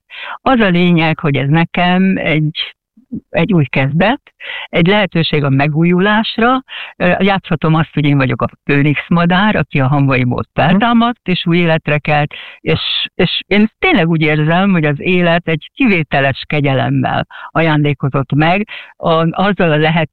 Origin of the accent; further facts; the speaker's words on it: Hungary; moved away as an adult; now in England, United Kingdom; Tehát én úgy kerültem Angliába, nem úgy, mint a honfitársak többsége, hogy új munka, karrier lehetőség, én szerelemből mentem Angliába.